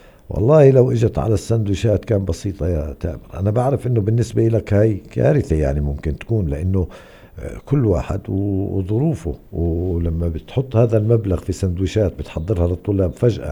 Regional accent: Palestine; احنا كفلسطينيين

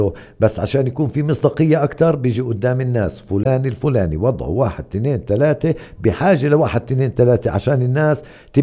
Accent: Hebron, West Bank, Palestine

